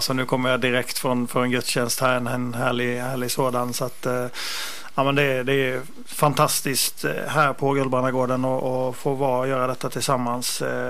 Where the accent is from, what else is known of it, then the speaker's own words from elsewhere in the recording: Gnosjö, Jönköping County, Sweden; accent: Småland; moved away as an adult; now in Gothenburg, Sweden; Det kanske låter igenom på dialekten lite, men jag kommer från Småland, från Gnosjö. Flyttade därifrån 2004 till Göteborg.